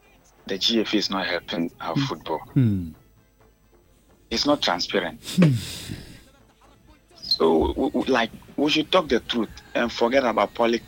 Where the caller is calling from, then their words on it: Kumasi, Ashanti, Ghana; calling from Kumasi Achumaku Fudio.